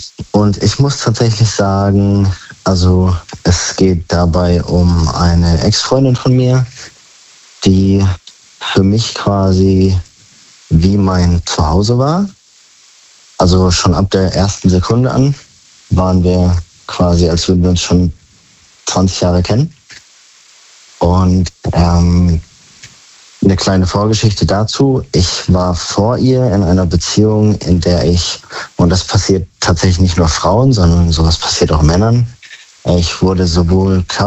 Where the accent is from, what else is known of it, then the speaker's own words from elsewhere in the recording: Freiburg, Baden-Württemberg, Germany; Ich komme aus Freiburg.